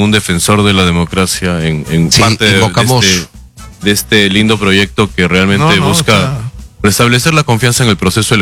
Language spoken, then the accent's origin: Spanish; Arequipa, Peru; born there; also born or lived in Germany; No, yo soy peruano, mi papá es alemán, he vivido la mitad de mi vida en Alemania, pero sí, soy nacido en Arequipa.